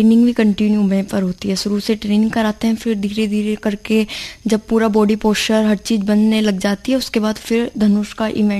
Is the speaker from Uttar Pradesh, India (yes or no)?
yes; Uttar Pradesh, India; मैं सादीपुर से बिलोंग करती हूँ